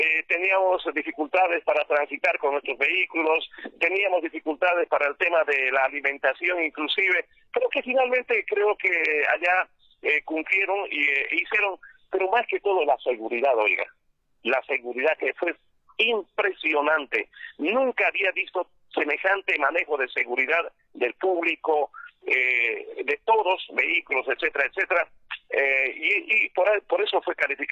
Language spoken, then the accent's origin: Spanish; Santa Cruz de la Sierra, Santa Cruz, Bolivia; Yo vengo de Santa Cruz, Bolivia